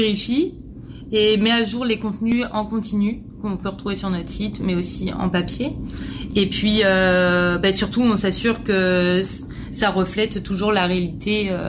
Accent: France; moved away as an adult; now in Quebec, Canada; je suis française, je suis arrivée au Québec depuis un an et demi en PVT.

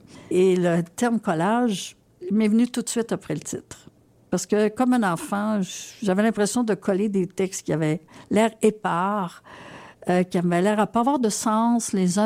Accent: Iberville, Quebec, Canada; Je prenais le train à Iberville Station, mon village natal. Je suis née à deux rues de la gare.

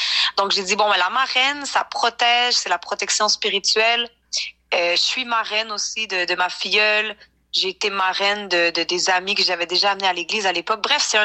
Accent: Montreal, Quebec, Canada; Mes 2 parents sont québécois, mais j'ai grandi à Montréal, donc je me considère 100% montréalaise.

